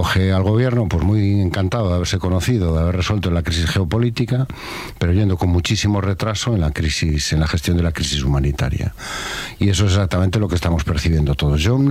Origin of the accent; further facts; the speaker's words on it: Spain; O sea, eso es España hoy. Eso somos los españoles.